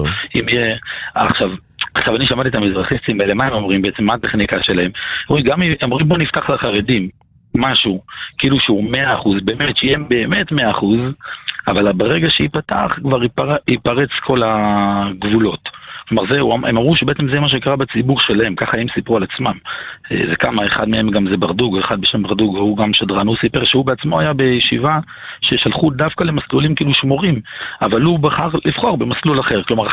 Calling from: Central District, Israel; אנחנו מאזור מודיעין.

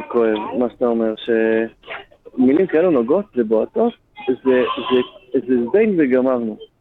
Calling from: Central District, Israel; אני מהמרכז.

